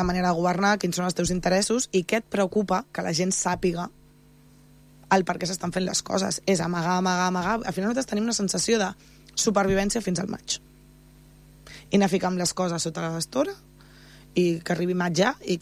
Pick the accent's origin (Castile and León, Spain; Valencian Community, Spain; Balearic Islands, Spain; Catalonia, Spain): Catalonia, Spain; Parets del Vallès; A mi, com a paratana, la gent que em coneixeu, jo he estat molt vinculada a totes les coses del poble des de sempre